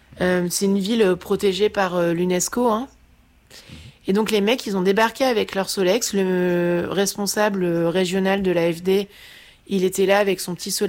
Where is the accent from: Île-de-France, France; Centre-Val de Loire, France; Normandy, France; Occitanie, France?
Normandy, France; Caen; C'est que moi je viens de Caen en fait.